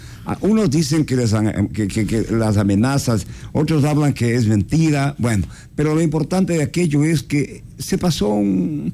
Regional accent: Ecuador

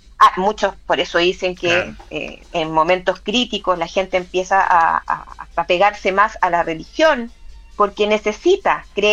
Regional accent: Chile; Nosotros como chilenos

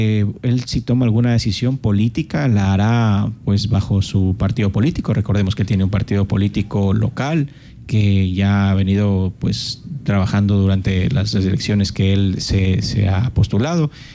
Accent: Santo Domingo, Dominican Republic; por venir a Santo Domingo, por venir a mi tierra, por trabajar por mi Santo Domingo

